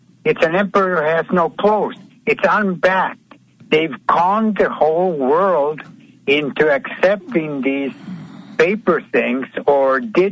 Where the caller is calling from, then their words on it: Florida, United States; in Florida.